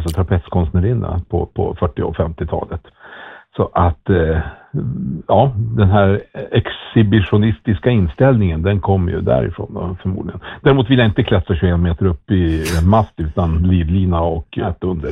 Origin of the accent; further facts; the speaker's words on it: Norrland, Sweden; Jag är själv norrlänning